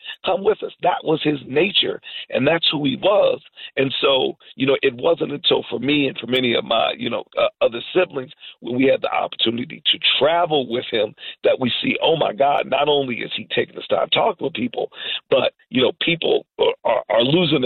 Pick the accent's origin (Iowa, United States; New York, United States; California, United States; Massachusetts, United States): Massachusetts, United States; Plymouth; also born or lived in Chicago, Illinois; most of us were born in Chicago, and being the youngest, it was about a month after I was born that we moved all the way from Chicago, Illinois, the city with the largest numbers-wise black population in the country, to Plymouth, Massachusetts.